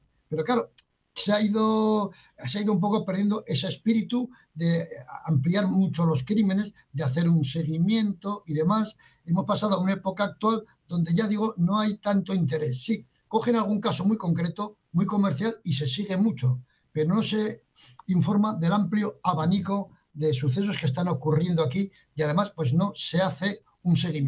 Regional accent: Pamplona, Navarre, Spain; Precisamente yo soy navarro

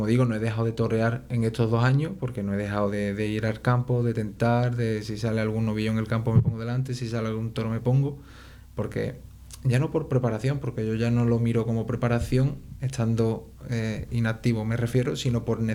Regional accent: San Fernando, Andalusia, Spain

